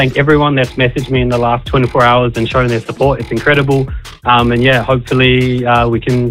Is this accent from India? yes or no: no; New Zealand; also born or lived in South Africa; I am South African born, but I grew up in New Zealand since I was 2, and so, you know, I'm a raised Kiwi, and I love it here.